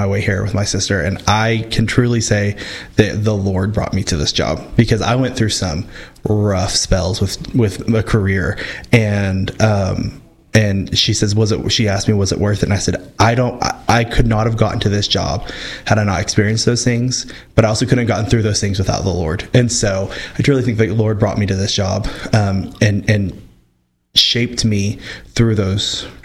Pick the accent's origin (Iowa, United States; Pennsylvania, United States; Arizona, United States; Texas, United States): Texas, United States; Amarillo; now in Canyon, United States; So I am originally from Amarillo, Texas. Currently live in Canyon, Texas.